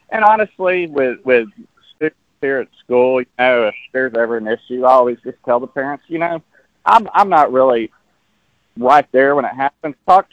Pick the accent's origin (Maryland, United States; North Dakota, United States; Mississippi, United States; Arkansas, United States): Arkansas, United States; Little Rock; I grew up in Little Rock going to private schools.